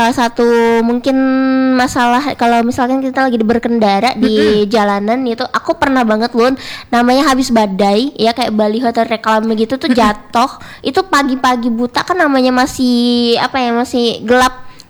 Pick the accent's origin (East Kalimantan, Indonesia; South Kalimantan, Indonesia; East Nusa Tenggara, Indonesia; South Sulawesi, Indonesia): East Kalimantan, Indonesia; Kutai Barat; born there; tapi aku lahirnya di Kalimantan, di Kutai Barat gitu. Jadi aku tuh bingung, aku ini orang mana sih? Aku sebut aja Indonesia.